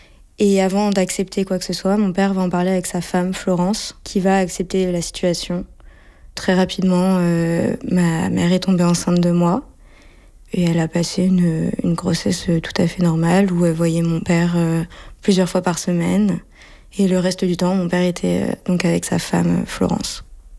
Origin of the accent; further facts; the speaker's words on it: Paris, Île-de-France, France; moved away as an adult; now in Australia; Et là, je suis en France, à Paris, où j'ai grandi. Je suis rentrée pour voir ma famille.